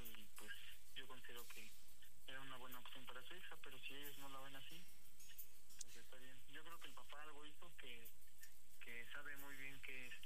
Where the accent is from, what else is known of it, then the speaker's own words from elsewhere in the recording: Chalco, State of Mexico, Mexico; Tengo 34 años, soy de Chalco.